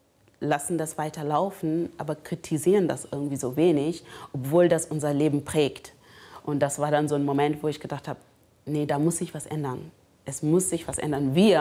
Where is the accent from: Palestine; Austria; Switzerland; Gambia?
Gambia; German is a second language; now in Germany; Ich bin auch nicht hier aufgewachsen. Ich bin in Gambia geboren und aufgewachsen.